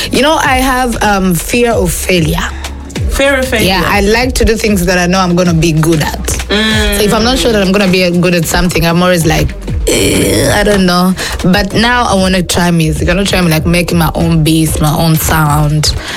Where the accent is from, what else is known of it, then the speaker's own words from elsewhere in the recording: Uganda; moved away as an adult; now in London, United Kingdom; I'm from Uganda. Shout out to the 256